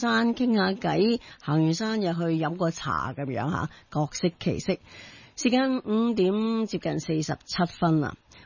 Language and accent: Cantonese; Hong Kong; 有时係我哋香港人啊、哦、有个即女太空人啦